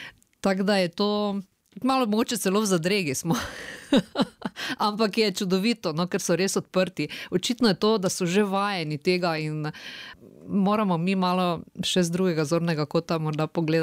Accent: Šentilj, Drava, Slovenia; ker od tam, odkudre prihajam iz Šentilja, nekak nimamo teh niti dvojezičnih kakšnih sodelovanj, niti se v osnovni šoli naša generacija ni učila nemško

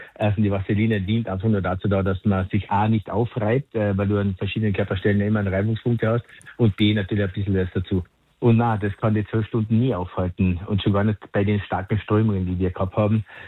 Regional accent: Klagenfurt, Carinthia, Austria; für mich als Klagenfurter noch dazu

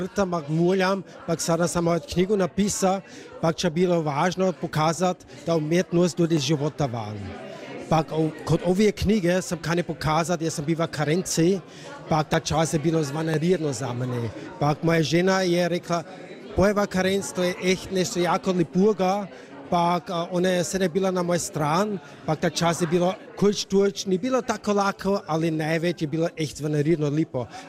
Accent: Großwarasdorf, Burgenland, Austria; Croatian is a second language; Ja sam gradišćanski Hrvat. Ja se cva ne znam tako to hrvatsko pominat, ali ja se trsim. Ja sam iz Velikog Borištofa

